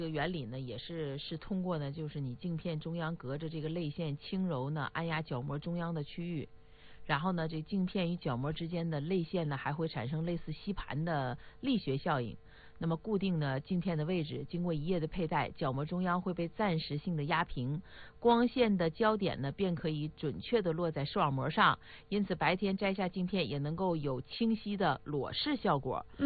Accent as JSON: {"language": "Chinese", "region": "Northeast China", "country": "China", "accent": "Northeastern", "said": "用我们东北话说"}